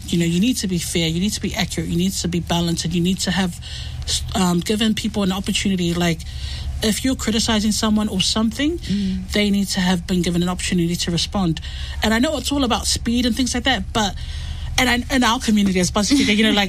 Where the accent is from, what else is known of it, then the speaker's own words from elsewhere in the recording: New Zealand; the lived experience of me as a Pacific woman or growing up in New Zealand